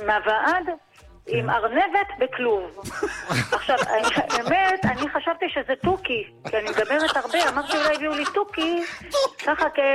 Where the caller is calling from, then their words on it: Kfar Bilu, Central District, Israel; אני מכפר בילו.